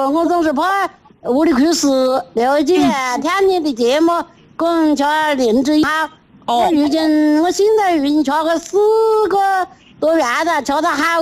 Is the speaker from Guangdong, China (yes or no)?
no; Zhuzhou, Hunan, China; 啊，株洲平津的。